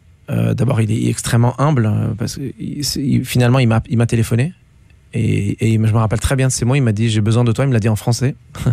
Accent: Lebanon; un des plus grands moments symboliques de ma vie en tant que Français et en tant que Libanais.

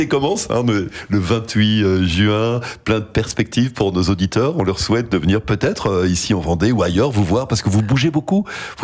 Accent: Belgium; comme on dit chez nous en Belgique

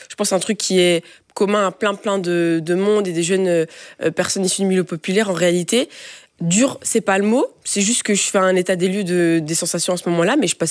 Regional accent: Molenbeek, Brussels-Capital Region, Belgium; also born or lived in Tubize; J'ai grandi à Molenbeek, je suis née à Molenbeek, j'ai grandi jusqu'à mes 12 ans. Et puis je suis partie quelques années à Tubize et puis je suis revenue à Bruxelles, ouais.

